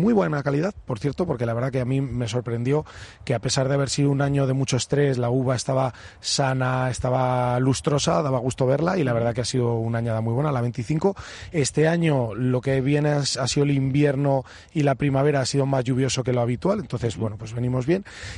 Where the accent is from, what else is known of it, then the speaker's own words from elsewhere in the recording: La Rioja, Spain; por lo menos en nuestra experiencia como riojanos, es la vez que menos kilos por hectárea hemos sacado de nuestra historia.